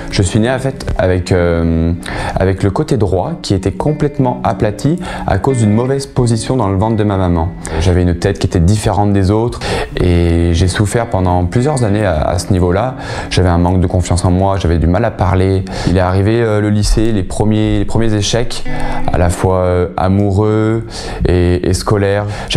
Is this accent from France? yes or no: yes; Oyonnax, Auvergne-Rhône-Alpes, France